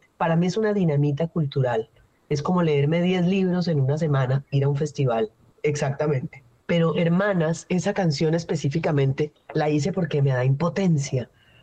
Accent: Ginebra, Valle del Cauca, Colombia

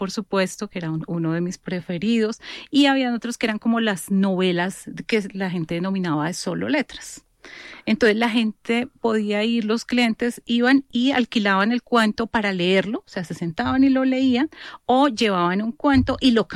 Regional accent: Bogotá, Colombia; yo nací en Bogotá. Mi infancia la pasé en un barrio del sur de Bogotá que se llama Santa Inés, muy cerca al 20 de julio. Mis papás eran santandereanos. Ellos primero migraron a Medellín y luego migraron aquí a Bogotá, donde ya se establecieron

